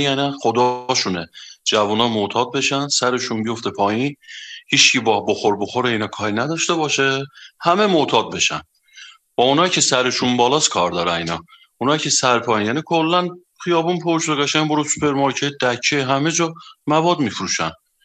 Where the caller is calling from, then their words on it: Ardabil, Ardabil Province, Iran; من از اردبیلم